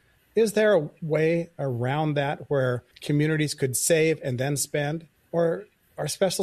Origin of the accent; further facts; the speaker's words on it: Wyoming, United States; now in North Dakota, United States; People are shocked when I tell them I came from Wyoming, and as you know, that this concept of specials was foreign to us.